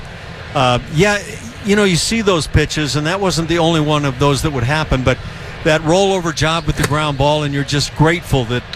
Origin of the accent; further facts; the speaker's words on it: Los Angeles, California, United States; I grew up as a big Dodger fan in L.A.